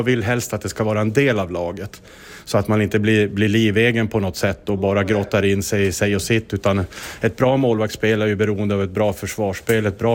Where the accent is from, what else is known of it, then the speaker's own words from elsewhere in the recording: Boden, Norrbotten County, Sweden; now in Sundsvall, Sweden; Och jag är ju från Boden från början, det är mycket natur och skog och sådana här grejer